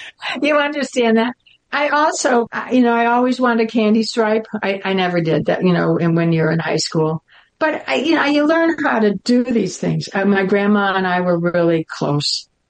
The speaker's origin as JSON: {"language": "English", "region": "Midwest", "country": "United States", "said": "I'm a Midwesterner"}